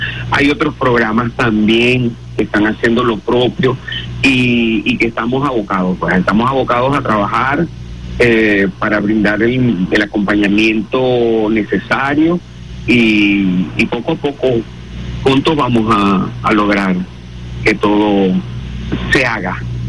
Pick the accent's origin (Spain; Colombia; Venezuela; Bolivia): Venezuela; Y también es importante saber que incluso como venezolanos y venezolanas no estamos solos, ¿no?